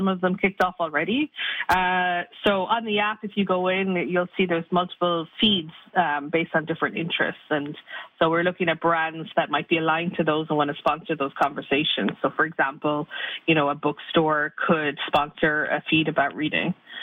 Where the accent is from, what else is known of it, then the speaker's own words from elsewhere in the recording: Ireland; accent: Irish; moved away as an adult; now in Canada; Yeah, so I'm a pretty new Canadian. I am Irish originally, so good ear. I've been living here for almost 10 years now.